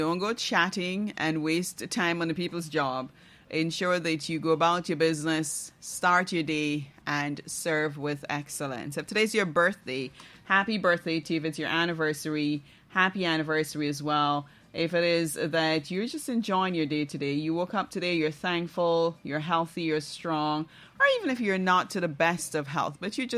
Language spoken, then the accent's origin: English; Barima-Waini, Guyana; moved away; I am from Region 1.